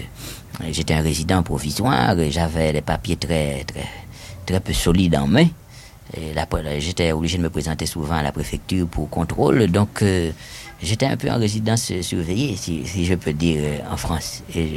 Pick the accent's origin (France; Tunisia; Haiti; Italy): Haiti; moved away; il a fait comprendre, bon, que j'étais exilé d'Haïti, qu'il fallait bien que je reste quelque part et que, et s'il y a un endroit où un Haïtien peut vouloir résider, c'est bien Paris.